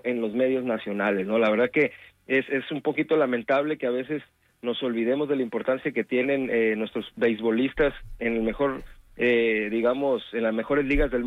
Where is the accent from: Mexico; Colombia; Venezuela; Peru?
Mexico; ¿Cómo somos los mexicanos de algunas veces despectivos con nosotros mismos?